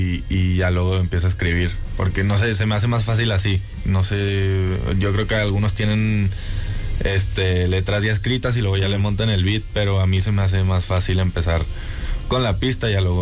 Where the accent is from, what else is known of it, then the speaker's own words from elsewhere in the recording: Madrid, Community of Madrid, Spain; born there; also born or lived in Monaco / Barcelona; yo crecí en Madrid con mi mamá